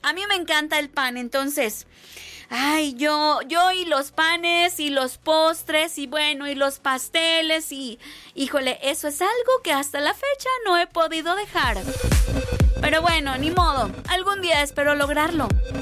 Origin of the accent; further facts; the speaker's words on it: Mexico; ¡Todos somos mexicanos, orgullosos de, pues, de este hermoso territorio